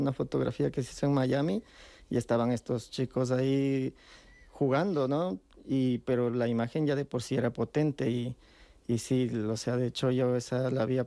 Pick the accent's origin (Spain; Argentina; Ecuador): Ecuador; born there; moved away; Yo nací en Ecuador, pero ahora vivo aquí.